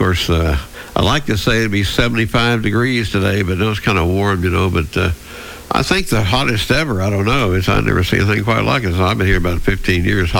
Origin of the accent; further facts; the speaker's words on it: Arkansas, United States; moved away; They got in my hometown in Arkansas